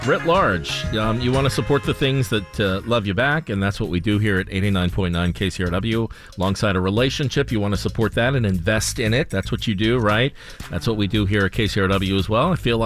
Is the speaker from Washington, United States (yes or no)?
yes; Seattle, Washington, United States; from Seattle, Washington, Pacific Northwest.